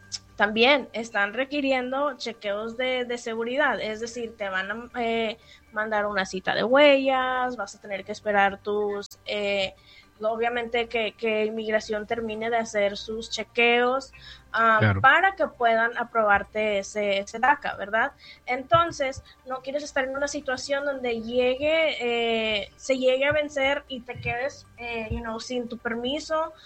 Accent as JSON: {"language": "Spanish", "country": "Mexico", "moved": "yes", "lives_now": "Dallas, United States", "said": "pues obviamente como buena mexicana"}